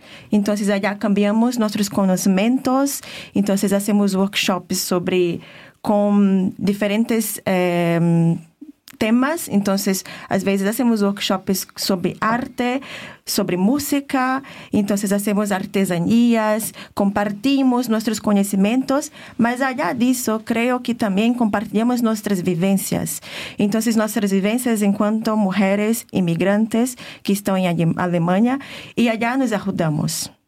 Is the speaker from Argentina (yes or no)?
no; Pará, Brazil; Spanish is a second language; Yo vengo de la Amazonía. Yo vengo del estado que se llama Pará. Entonces vengo de una región que es bañada por el río Tapajós, que es un río muy grande, uno de los brazos del río Amazonas.